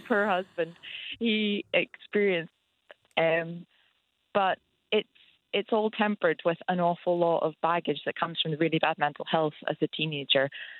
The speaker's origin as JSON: {"language": "English", "town": "Belfast", "region": "Northern Ireland", "country": "United Kingdom", "tie": "born or raised there", "moved": "yes", "lives_now": "Aberdeenshire, United Kingdom", "said": "I grew up in Northern Ireland. I went to a good school in Belfast."}